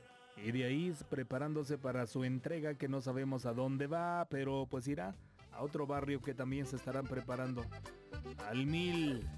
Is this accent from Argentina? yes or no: no; France; Spanish is a second language; mis paisanos son los franceses. Soy francesa, Dios santo.